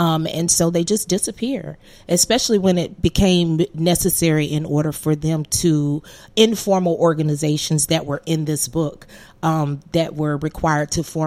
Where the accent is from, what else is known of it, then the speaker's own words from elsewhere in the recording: Florida, United States; now in Arkansas, United States; I am an immigrant from Florida.